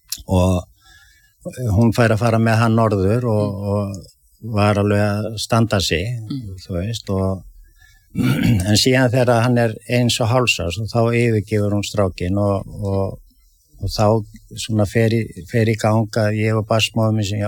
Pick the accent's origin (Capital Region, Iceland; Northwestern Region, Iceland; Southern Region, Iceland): Capital Region, Iceland; Reykjavík; also born or lived in Hverfisgata, downtown Reykjavík; Sko, ég elst upp í Álftamýrinni og síðan flytjum við nýr í miðbæ þegar ég er 11 ára